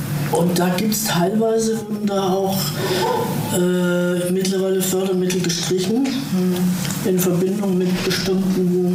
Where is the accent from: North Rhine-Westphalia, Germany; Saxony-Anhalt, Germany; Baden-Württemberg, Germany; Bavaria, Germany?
Baden-Württemberg, Germany; Ich komme aus Baden-Württemberg, 3 Kilometer vor der Grenze zu Bayern, also so wie wir jetzt hier zu Lotte.